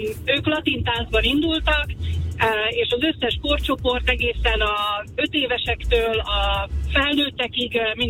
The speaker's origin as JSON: {"language": "Hungarian", "town": "Dunajská Streda", "region": "Trnava Region", "country": "Slovakia", "said": "Hát a csapatunk, mi Dunaszerdahelyről vagyunk, Szlovákiából"}